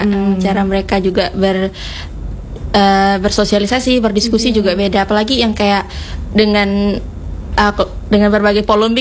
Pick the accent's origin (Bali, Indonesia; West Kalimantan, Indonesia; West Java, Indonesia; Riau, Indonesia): West Kalimantan, Indonesia; Pontianak; Karena kalau kita ya kak, kalau kita itu orang Pontianak lah, kayak bisa kalau saya kan hidupnya lama di sini ya kak.